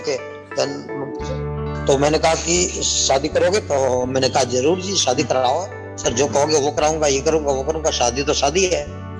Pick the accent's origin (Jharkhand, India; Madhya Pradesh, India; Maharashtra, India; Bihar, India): Jharkhand, India; मैं झारखंड से बिलोंग करता हूँ